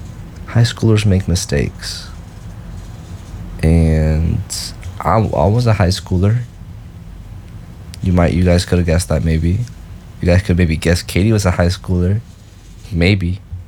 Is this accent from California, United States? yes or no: no; Charlotte, North Carolina, United States; I am a Peruvian from Charlotte, North Carolina. Good old Southern state.